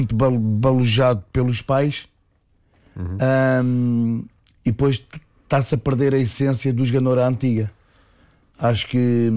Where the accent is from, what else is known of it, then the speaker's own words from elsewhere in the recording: Santa Maria, Lisbon, Portugal; jogar no clube do meu bairro, da minha terra, o meu clube do coração, que é a União Desportiva e Recreativa de Santa Maria